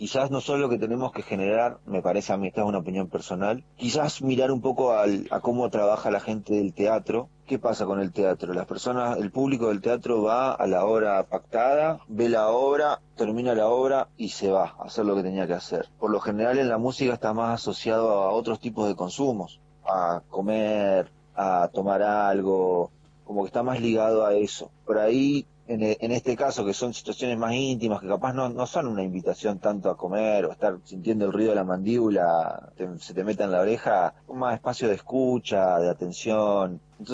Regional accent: Patagonia, Argentina; como somos una región la más nueva de nuestro país

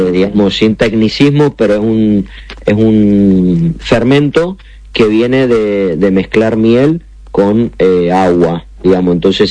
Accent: Mendoza, Argentina

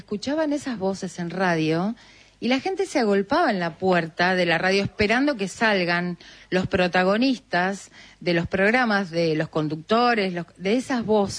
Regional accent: Argentina; Ahí somos argentinos, podemos hacer

